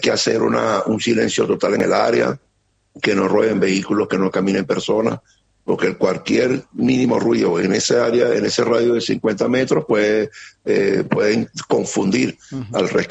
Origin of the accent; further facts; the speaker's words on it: El Salvador; Yo vengo, un ejemplo, ¿no? Yo vengo de El Salvador